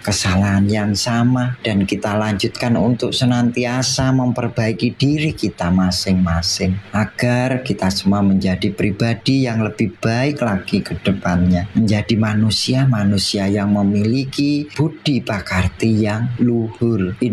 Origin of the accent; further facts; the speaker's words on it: Java, Indonesia; khususnya kita orang Jawa